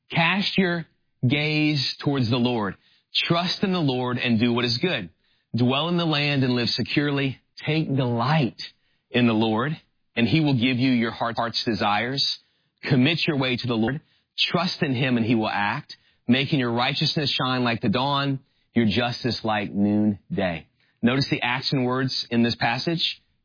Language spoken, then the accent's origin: English; New Orleans, Louisiana, United States; also born or lived in Miami; now in Orange County, United States; he knows I grew up in New Orleans, and I lived in Miami for 8 years, and now I live in Orange County